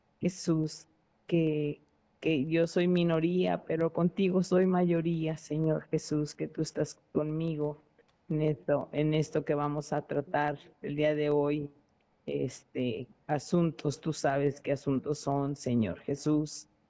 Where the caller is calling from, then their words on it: Guadalajara, Jalisco, Mexico; Buenas tardes, ¿cómo está? … de aquí de Guadalajara.